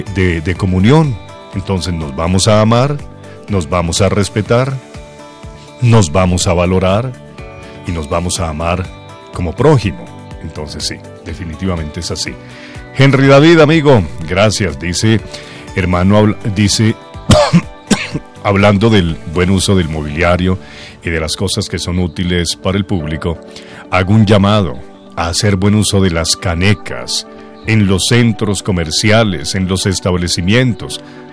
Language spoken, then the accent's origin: Spanish; Colombia; haciendo un llamado a todos nosotros que somos colombianos.